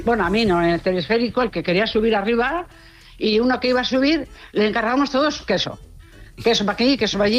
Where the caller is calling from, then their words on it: San Sebastián, Basque Country, Spain; ahí voy una vasca